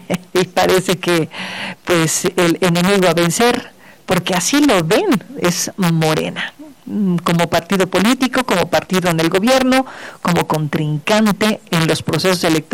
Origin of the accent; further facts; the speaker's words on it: Mexico; me parece, es el punto más importante en el que como mexicanos y mexicanas hay que reflexionar